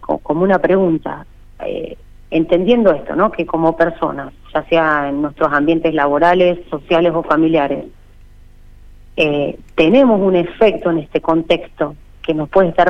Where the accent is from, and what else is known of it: Argentina